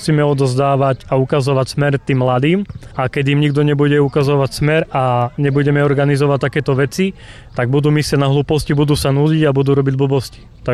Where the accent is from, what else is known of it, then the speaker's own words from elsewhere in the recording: Poltár, Banská Bystrica Region, Slovakia; som z Poltára a som organizátor Nohejbalu, čo dneska sa hrá.